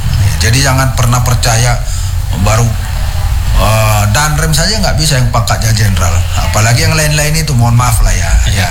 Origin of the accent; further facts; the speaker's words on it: Medan, North Sumatra, Indonesia; Tetapi memang seperti saya juga orang Medan.